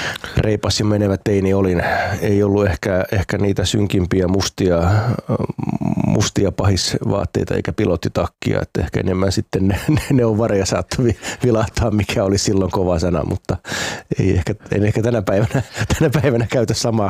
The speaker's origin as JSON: {"language": "Finnish", "town": "Tuusula", "region": "Uusimaa", "country": "Finland", "tie": "born or raised there", "said": "siellä mä oon asunut lapsuus- ja nuoruusvuodet siinä Tuusulan kirkonkylän Hyrylän reunoja. Se on pari talon puolikkaassa, siellä asuttiin aika, uskoisin, että aika tavallisessa suomalaisessa perheessä, että isä, äiti ja kaksi lasta."}